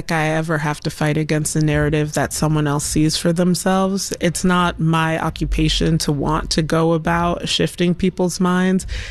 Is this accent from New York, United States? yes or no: no; Stone Mountain, Georgia, United States; moved away; I grew up in Stone Mountain, Georgia